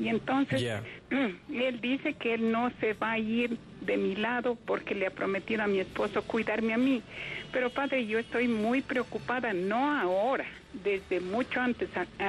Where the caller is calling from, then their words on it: Cuenca, Azuay, Ecuador; le llamo desde Cuenca.